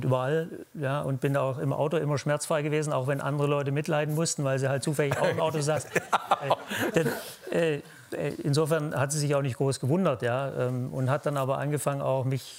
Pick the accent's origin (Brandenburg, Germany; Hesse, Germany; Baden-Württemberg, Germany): Baden-Württemberg, Germany; Nee, da bin ich Schwabe.